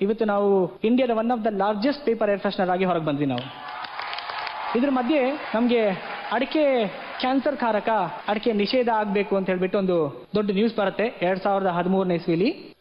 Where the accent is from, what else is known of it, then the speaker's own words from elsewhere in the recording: Mandagadde, Karnataka, India; born there; ನಾನು ಸಣ್ಣ ಹಳ್ಳಿಯಿಂದ ಬಂದವನು, ತೀರ್ಥಹಳ್ಳಿ ತಾಲೂಕು ಮಂಡಗದ್ದೆ ಅಂತ.